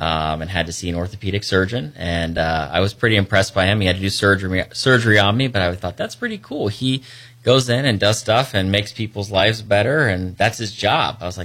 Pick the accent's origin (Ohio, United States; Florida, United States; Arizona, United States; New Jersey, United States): Florida, United States; Orlando; now in Palm Coast, United States; I grew up in Orlando, but we spent most of my summers actually down at New Smyrna Beach.